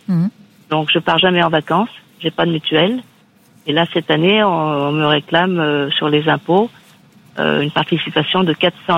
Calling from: Crosne, Île-de-France, France; De Crône, dans l'Essonne.

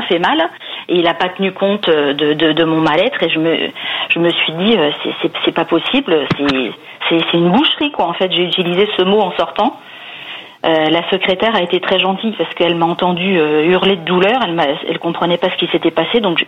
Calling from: Montargis, Centre-Val de Loire, France; Montargis.

